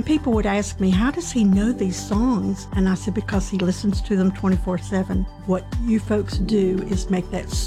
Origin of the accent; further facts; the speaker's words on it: Monroe, North Carolina, United States; I am from Monroe, North Carolina.